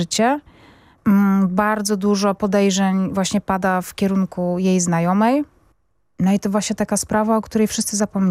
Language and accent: Polish; Zabrze, Silesian Voivodeship, Poland; ja się wychowywałam na ulicy Sobieskiego, tam poza tym jest budynek Sobieskiego 100, nie w Warszawie, tylko w Zabrzu.